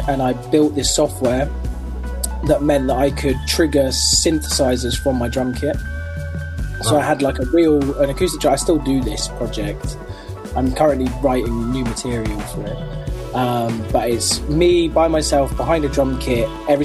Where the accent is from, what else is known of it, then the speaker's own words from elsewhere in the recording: the New Forest, South East England, United Kingdom; So I grew up in the New Forest